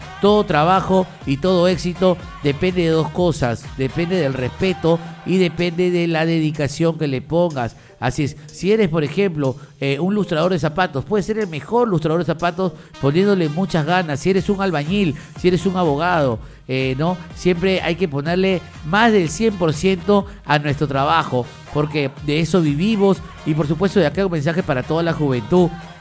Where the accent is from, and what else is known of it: Peru